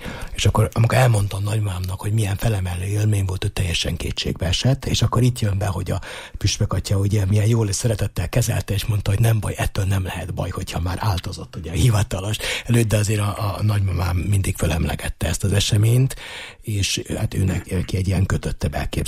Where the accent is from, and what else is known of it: Zrenjanin, Vojvodina, Serbia; born or raised there; moved away